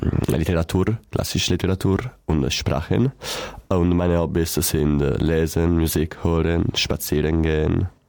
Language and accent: German; Italy; German is a second language; ich komme aus Italien und ich bin 16 Jahre alt. Ich wohne in Udine, eine kleine Stadt nahe der östlichen Grenze.